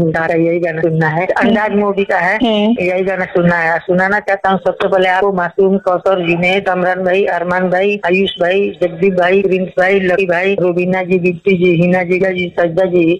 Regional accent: Gopalganj, Bihar, India; now in Mumbai, India; मुंबई से बोल रहा हूँ, गोपालगंज के रहने वाले हैं।

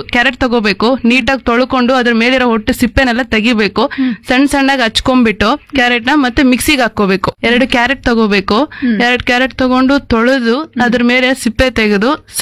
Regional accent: Kolar Gold Fields, Karnataka, India; now in Budikote, India; ನಾನು ಕೆಜಿಎಫ್ ಗ್ರಾಮಾಂತರ ಕಡೆಯಿಂದ ಬಂದಿದ್ದೀನಿ.

